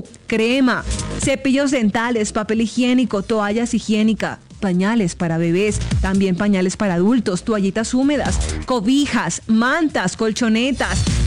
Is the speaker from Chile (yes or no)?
no; Colombia